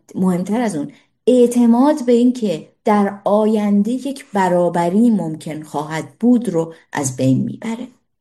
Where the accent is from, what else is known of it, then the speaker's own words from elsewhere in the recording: Iran; moved away; همه مایی که بیرون از ایران هستیم